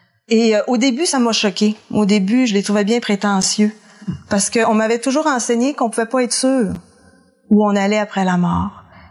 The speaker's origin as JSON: {"language": "French", "town": "Saguenay", "region": "Quebec", "country": "Canada", "tie": "born or raised there"}